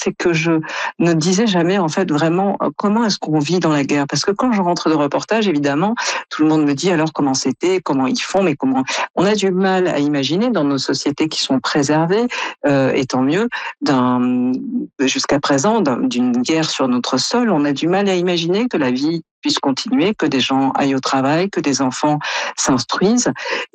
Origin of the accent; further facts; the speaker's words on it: France; quand on est Canadien ou comme moi français